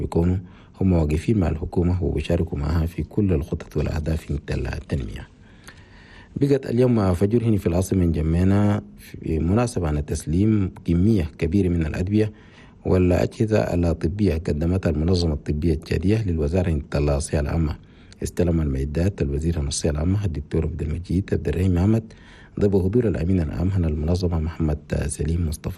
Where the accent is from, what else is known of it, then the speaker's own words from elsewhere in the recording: Chad; في بلدنا تشاد